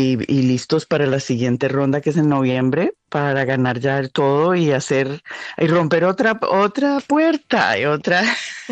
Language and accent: Spanish; Colombia; nosotros como comunidad latina y especialmente los colombianos, pues nos unimos muchísimo a eso de que necesitamos tener esas voces